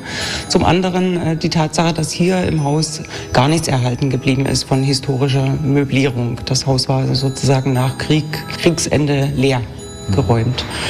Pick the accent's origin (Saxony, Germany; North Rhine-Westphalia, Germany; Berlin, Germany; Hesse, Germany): Saxony, Germany; Dresden; now in Oderbruch, Germany; man hört es vielleicht auch nicht, gebürtige Oderbrücherin. Ich komme aus dem Bergland, also aus Dresden.